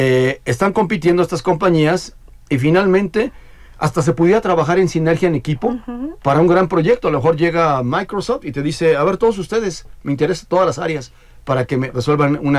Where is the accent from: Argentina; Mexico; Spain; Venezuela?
Mexico; somos mexicanos